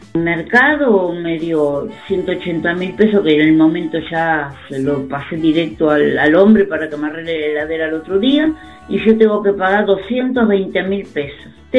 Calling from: Buenos Aires, Argentina; soy jubilada de la mínima. … de Villa Crespo.

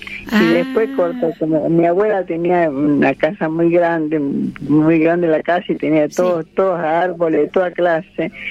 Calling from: Tucumán, Argentina; yo soy tucumana y mi abuela vivía en Salta.

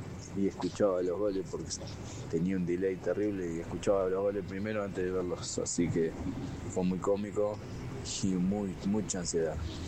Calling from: Quilmes, Buenos Aires Province, Argentina; de Quilmes

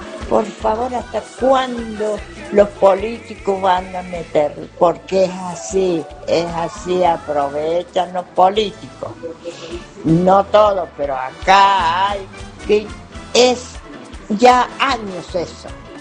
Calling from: San Luis, Argentina; Soy de San Luis Capital.

